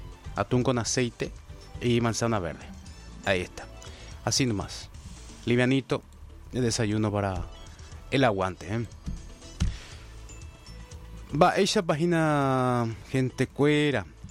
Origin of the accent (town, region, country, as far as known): Paraguay